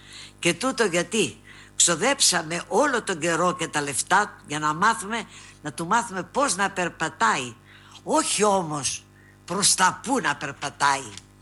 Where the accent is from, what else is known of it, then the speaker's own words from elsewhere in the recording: Macedonia, Greece; Είμαι Μακεδόνισσα. Ήταν το χωριό μου εκεί στη θάλασσα.